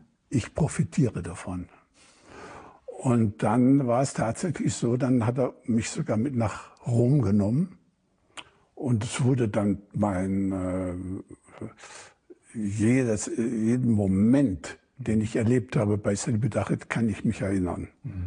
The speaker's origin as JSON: {"language": "German", "country": "Germany", "said": "dann meinte er hier, aha, wo sind Sie her? Ich sage, ich bin Deutscher."}